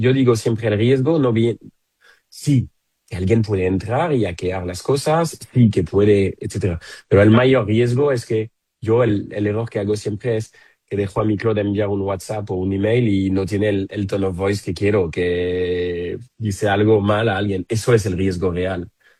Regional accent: France; Spanish is a second language; now in Barcelona, Spain; yo como un francés expatriado en Barcelona

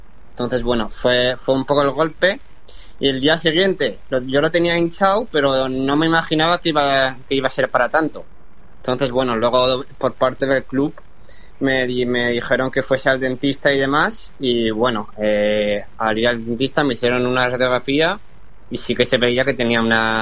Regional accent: Zaragoza, Aragon, Spain; desde pequeñito jugué en Zaragoza y bueno, sí, nací aquí en Zaragoza, capital.

